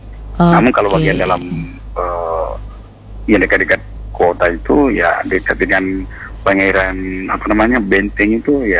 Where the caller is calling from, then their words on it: Pinrang, South Sulawesi, Indonesia; Masih di sini nih, di Lembang Pinrang, Sulawesi Selatan.